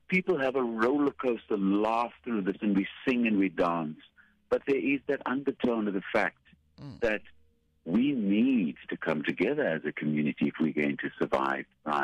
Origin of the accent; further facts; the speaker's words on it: Cape Town, Western Cape, South Africa; also born or lived in Durban; now in Johannesburg, South Africa; While I was born and raised in Cape Town, I was certainly qualified and skilled in Durban and professionalized in Johannesburg. And in all of those times, I tended to live in displaced communities.